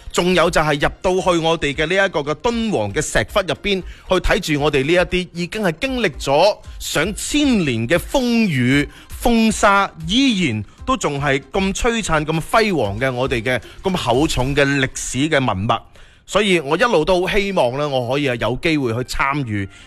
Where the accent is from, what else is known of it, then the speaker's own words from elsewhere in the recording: Guangdong, China; 我哋廣東人呢其實係非常之講究嗰啲嘅意頭嘢啊